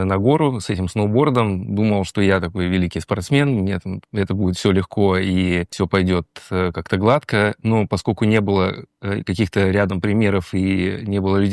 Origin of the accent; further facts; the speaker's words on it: Kamchatka Krai, Russia; Как ты правильно сказал, я родился на Камчатке, прожил первую часть своей жизни там.